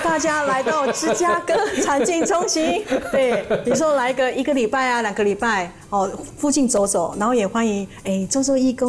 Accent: Taiwan; now in Chicago, United States; 非常高兴回来台湾呢。对啊，我的家乡呢。

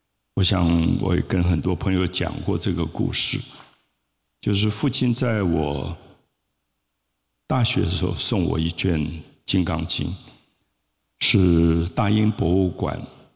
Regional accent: Taipei, Taiwan; also born or lived in Tunghai; 我小时候在台北的大龙洞，大龙洞那边庙多树多，我们中午的时候都睡在大榕树上

